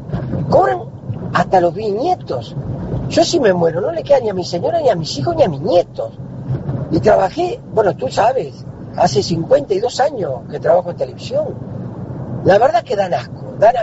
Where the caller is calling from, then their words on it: La Paloma, Rocha, Uruguay; yo que vengo de La Paloma